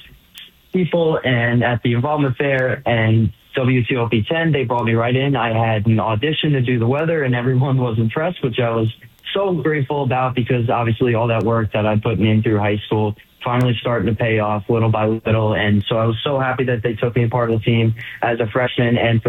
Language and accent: English; New York, United States; So I'm originally from East Side of New York, like I mentioned.